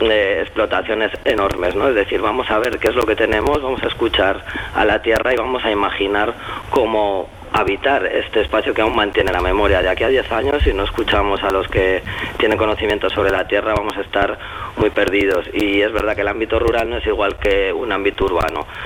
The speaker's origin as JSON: {"language": "Spanish", "town": "Berlanga de Duero", "region": "Castile and León", "country": "Spain", "tie": "born or raised there", "said": "Pues sí que realicé la ESO en mi pueblo, luego tuve que ir a Burgo de Osma, un pueblo más grande, ajá."}